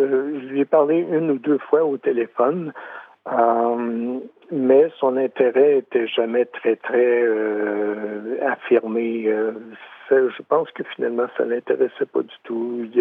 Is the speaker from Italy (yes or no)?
no; Saint-Ours, Quebec, Canada; Non, il n'y a véritablement pas de lien parce que j'ai grandi à Saint-Ours avant de quitter l'endroit pendant plusieurs années et avant d'y revenir.